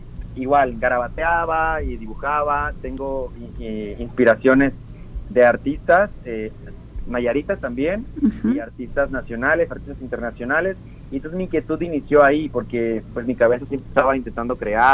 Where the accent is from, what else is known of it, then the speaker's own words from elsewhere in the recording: Nayarit, Mexico; Yo, pues, soy de aquí de Nayarit, vivo aquí en Tepic, Nayarit, precisamente.